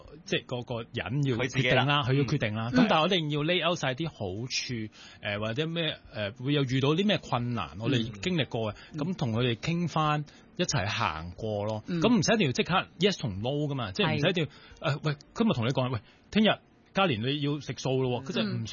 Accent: China; 譬如豆類咁豆製品，我覺得我們中國人很大發明啦、豆腐。

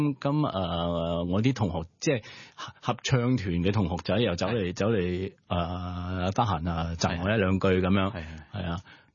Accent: Malaysia; 咁語言，尤其是我哋馬來西亞人，即係由細到大都講咗四五種啦。

